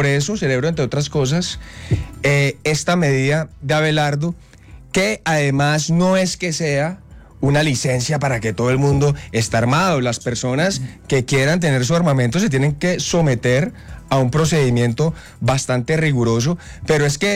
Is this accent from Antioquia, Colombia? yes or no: no; Cali, Valle del Cauca, Colombia; toda mi tierra, Cali, el Valle del Cauca